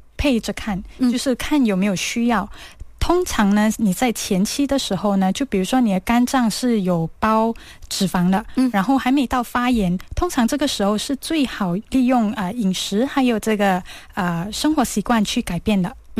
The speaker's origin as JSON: {"language": "Chinese", "country": "Malaysia", "said": "零食就是我们大马人最喜欢的"}